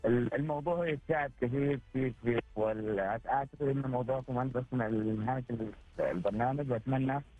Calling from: Riyadh, Riyadh Province, Saudi Arabia; من الرياض.

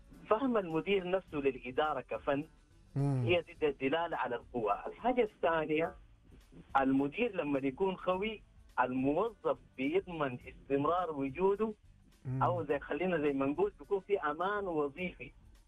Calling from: Jeddah, Makkah Province, Saudi Arabia

